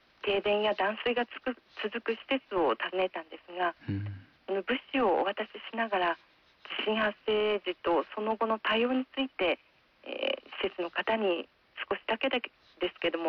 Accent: Kumamoto, Japan; now in Osaka, Japan; 私が生まれ育ったのが熊本県なんですが

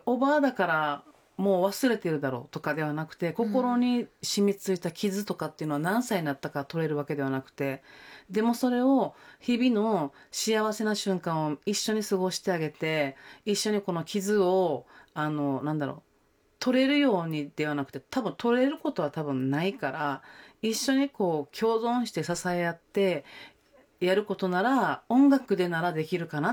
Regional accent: Uruma, Okinawa, Japan; 私もいつかやっぱ沖縄に生まれたからには、

